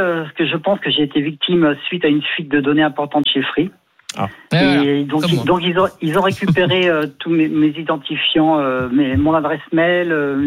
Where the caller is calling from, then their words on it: Saint-Maur, France; moi je suis à Saint-Maur